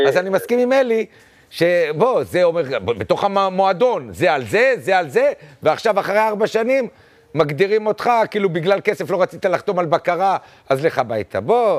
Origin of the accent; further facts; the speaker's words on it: Hadera, Haifa District, Israel; ואני גדלתי בחדרה